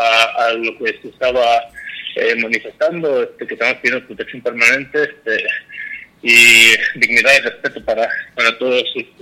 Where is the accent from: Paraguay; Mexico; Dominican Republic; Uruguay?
Mexico; La Purísima; moved away; also born or lived in Tingambato; los maestros me hicieron recordar mi infancia allí en La Purísima